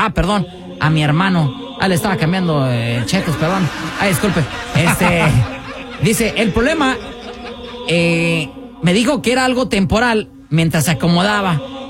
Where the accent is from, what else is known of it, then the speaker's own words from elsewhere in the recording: Guanajuato, Mexico; now in Pflugerville, United States; Tengo 52 años. Soy de Guanajuato y vivo aquí en Pflugerville.